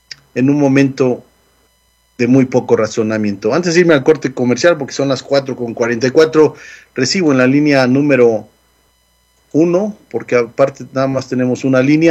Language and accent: Spanish; Mexico; now in United States; nosotros también como mexicanos, sobre todo como migrantes mexicanos, muchos de nosotros tenemos grandes conocidos y grandes amigos argentinos.